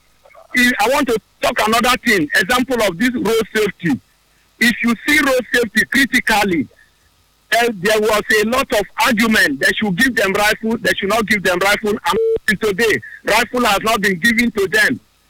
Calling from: Port Harcourt, Rivers, Nigeria; I'm calling from River State, Port Harcourt, precisely.

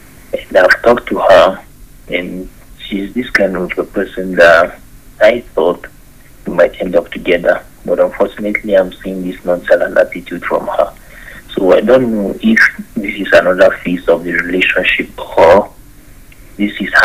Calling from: Greece; I'm calling from Greece.

